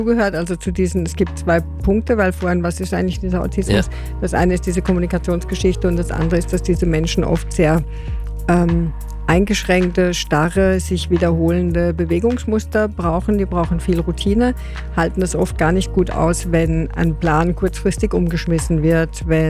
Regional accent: Germany; now in Austria; Also diese Erfahrung habe ich als Deutscher auch gemacht.

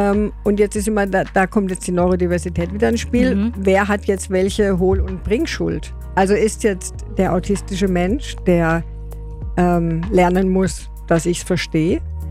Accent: Germany; Also diese Erfahrung habe ich als Deutsche auch gemacht.

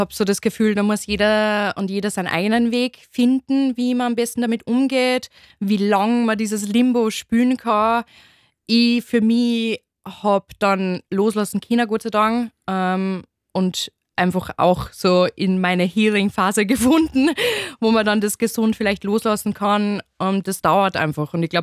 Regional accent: Upper Austria, Austria; accent: Upper Austrian dialect; Ich liebe meinen Dialekt, einen oberösterreichischen Dialekt

